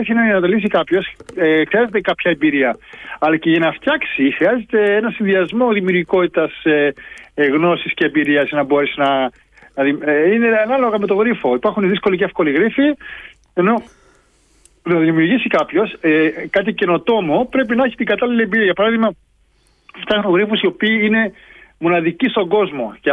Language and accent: Greek; Kastellorizo, South Aegean, Greece; born there; moved away as an adult; also born or lived in Australia / Rhodes / Crete; Γεννήθηκα Αυστραλία βέβαια, αλλά 6 χρόνια ήμουν πίσω εδώ, σε θεραπεία σχόλη, στο δημοτικό, στο Καστελόριζο. Οπότε μεγάλωσα μεταξύ Καστελόριζου και Ρόδου μετά, πανεπιστήμιο στην Κρήτη, επέστρεψα στην Αυστραλία.